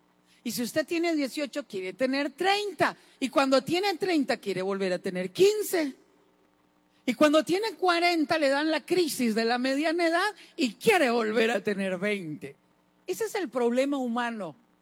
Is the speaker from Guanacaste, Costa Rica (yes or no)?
yes; Guanacaste, Costa Rica; moved away; Yo soy de Guanacaste, yo soy el hijo de Toño y Adela. No creo. Mi familia es pobre.